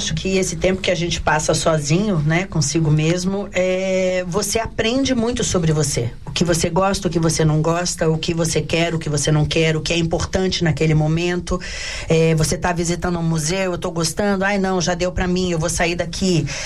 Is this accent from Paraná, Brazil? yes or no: no; Brasília, Federal District, Brazil; eu sou de Brasília, naturalmente, a capital do Brasil, e aquilo, uma cidade até então muito pequena